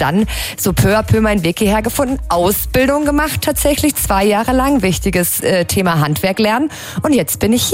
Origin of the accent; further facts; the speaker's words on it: Freiburg, Baden-Württemberg, Germany; Ja, also ich sag mal so, in Freiburg, wo ich aufgewachsen bin, da ist es nicht her.